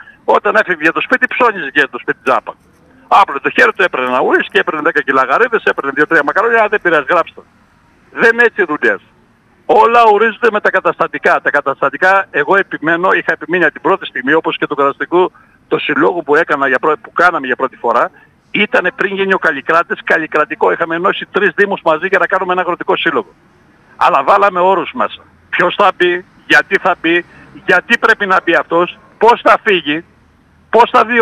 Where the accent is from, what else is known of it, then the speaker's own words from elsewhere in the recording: Greece; Είμαστε μια άλλη πάστα. Όχι γιατί είμαστε Έλληνες